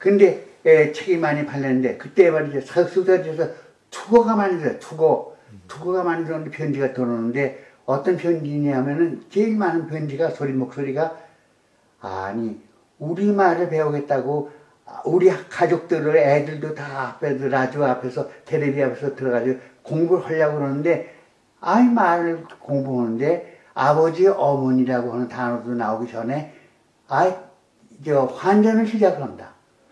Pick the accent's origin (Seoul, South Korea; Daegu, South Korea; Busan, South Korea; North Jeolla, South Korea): Seoul, South Korea; born there; moved away; 난 서울 태생인데